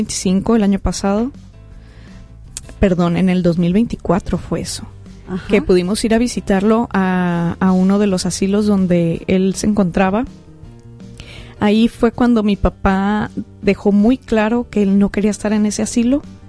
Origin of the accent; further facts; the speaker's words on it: Culiacán, Sinaloa, Mexico; Nosotros somos de aquí de Culiacán, todo el tiempo hemos vivido aquí en Culiacán y él aquí tiene su casa.